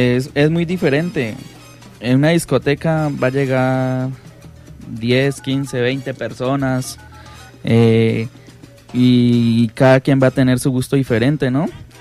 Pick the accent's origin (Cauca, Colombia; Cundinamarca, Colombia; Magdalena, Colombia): Cauca, Colombia; Santander de Quilichao; moved away as an adult; now in Morales, Colombia; yo soy de Santander de Quilichao, pero ya aquí en Morales en sí, yo viviendo ya más de 7 años ya. Prácticamente ya vivo acá en Morales.